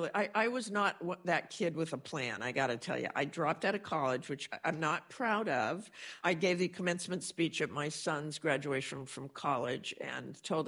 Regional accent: Salt Lake City, Utah, United States; born or raised there

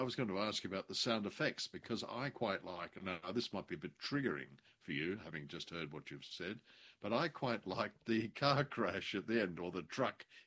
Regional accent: Australia; I'm an Australian, obviously, but my father had 11 brothers and sisters.

